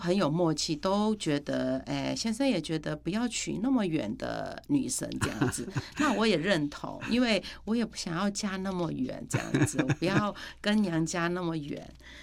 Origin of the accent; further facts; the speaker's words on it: Myanmar; 因为他问我说你是哪里人，然后我就说缅甸的